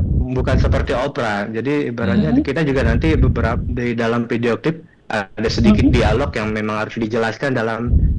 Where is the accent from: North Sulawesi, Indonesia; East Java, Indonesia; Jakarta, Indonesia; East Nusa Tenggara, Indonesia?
Jakarta, Indonesia; aku asli Jakarta